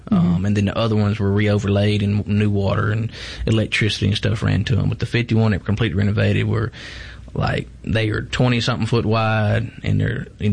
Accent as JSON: {"language": "English", "town": "Morton", "region": "Mississippi", "country": "United States", "said": "I'm from Morton, grew up going to Roosevelt."}